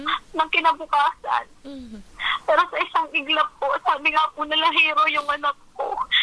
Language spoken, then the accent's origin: Tagalog; Central Luzon, Philippines; moved away; Kasi tubong Pampanga po talaga kami. Kapampangan po kami. Purong Kapampangan. Taga-Pampanga po kami.